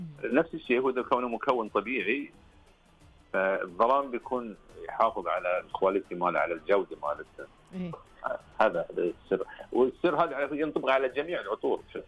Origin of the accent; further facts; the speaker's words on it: Al-Ahsa, Eastern Province, Saudi Arabia; عندنا في الأحساء